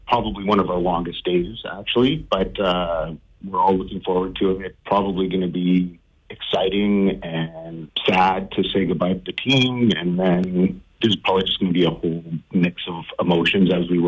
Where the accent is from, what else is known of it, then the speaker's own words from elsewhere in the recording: British Columbia, Canada; I'm from the Lower Mainland originally